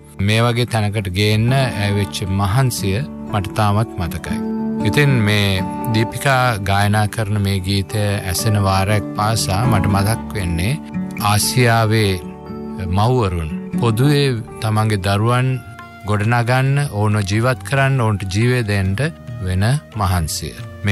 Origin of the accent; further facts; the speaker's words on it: Bandarawela, Uva Province, Sri Lanka; මම ඉපදුනේ බණ්ඩාරවල ප්‍රදේශයේ. බණ්ඩාරල් කියන්නේ කොළඹින් ඉතාම දුර බැහැර ප්‍රදේශයක්.